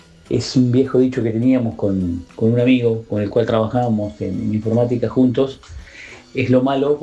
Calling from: Tordillo, Buenos Aires, Argentina; desde Tordillo.

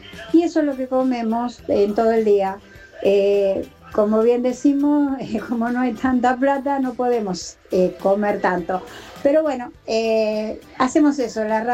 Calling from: Ramos Mejía, Buenos Aires Province, Argentina; de Acá de Ramos

